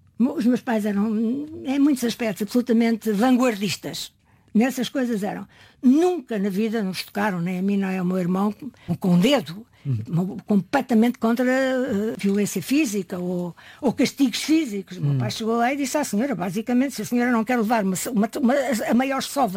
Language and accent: Portuguese; Alentejo, Portugal; also born or lived in Estremoz / Mora / Castelo de Vide; Eu passei a maior parte da minha infância no Alentejo.